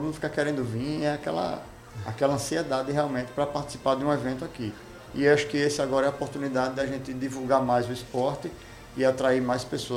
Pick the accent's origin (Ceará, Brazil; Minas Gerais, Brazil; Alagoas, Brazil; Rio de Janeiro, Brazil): Alagoas, Brazil; Maceió; Eu nasci, sou natural de Maceió, né?